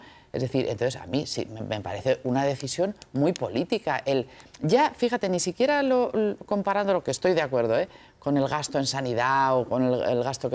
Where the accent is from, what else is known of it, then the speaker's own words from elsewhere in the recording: Madrid, Community of Madrid, Spain; Yo que soy de Madrid de toda la vida y mis padres y mis abuelos también.